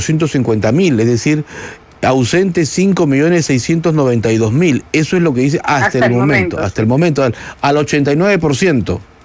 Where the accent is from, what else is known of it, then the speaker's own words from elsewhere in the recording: Peru; somos los peruanos habilitados para acudir a las urnas.